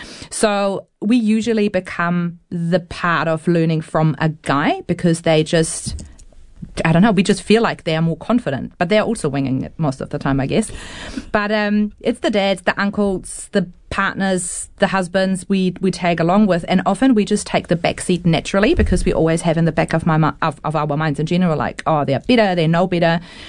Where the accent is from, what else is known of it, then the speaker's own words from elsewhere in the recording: Germany; English is a second language; moved away as an adult; now in New Zealand; I'm originally from Germany. I came in 2012 to New Zealand